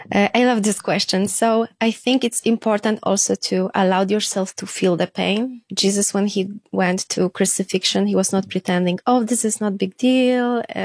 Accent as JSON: {"language": "English", "region": "Lesser Poland", "country": "Poland", "second_language": "English", "said": "I am from south of Poland. I am like hour from Krakow."}